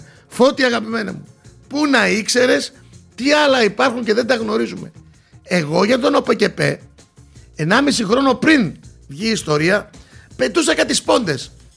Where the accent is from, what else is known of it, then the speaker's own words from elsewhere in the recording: Greece; σαν Έλληνας πολίτης